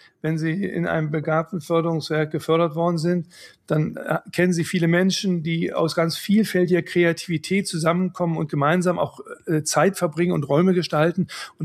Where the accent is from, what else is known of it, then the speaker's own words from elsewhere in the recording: Brandenburg, Germany; Ich bin in der Nähe von Berlin aufgewachsen.